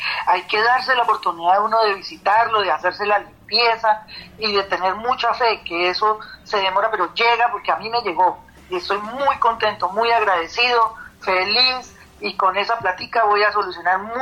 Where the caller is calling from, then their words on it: La Belleza, Santander, Colombia; Lo estoy llamando desde La Belleza, Santander.